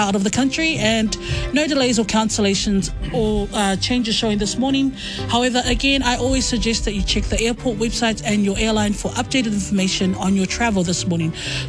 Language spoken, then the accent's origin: English; Otara, Auckland, New Zealand; Like, I love South Auckland. I'm from South Auckland myself, Otara.